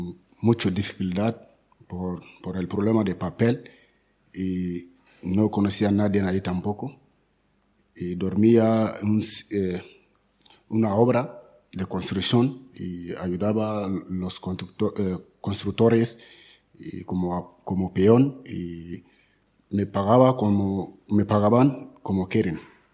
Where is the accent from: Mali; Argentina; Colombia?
Mali; Spanish is a second language; moved away as an adult; now in Madrid, Spain; Soy de Mali.